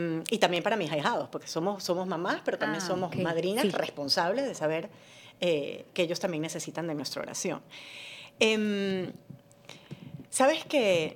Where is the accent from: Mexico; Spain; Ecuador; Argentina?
Ecuador; moved away as an adult; now in Miami, United States; Yo soy ecuatoriana.